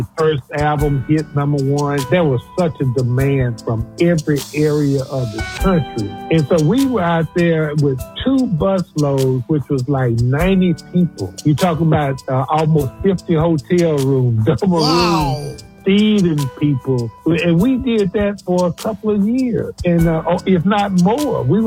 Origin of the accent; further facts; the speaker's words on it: Jackson, Mississippi, United States; So we grew up together in Jackson.